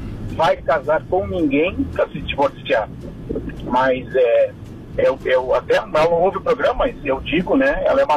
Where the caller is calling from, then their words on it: Porto Alegre, Rio Grande do Sul, Brazil; de Porto Alegre.